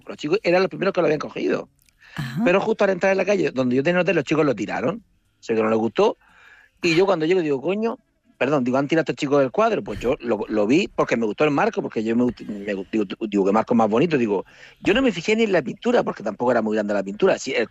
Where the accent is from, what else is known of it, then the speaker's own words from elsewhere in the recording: Murcia, Region of Murcia, Spain; Digo, mire … soy de Murcia y tal.